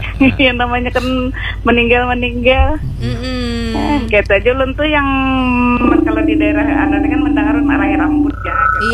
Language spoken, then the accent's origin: Indonesian; Alabio, South Kalimantan, Indonesia; Tuh dari Alabiu Pak.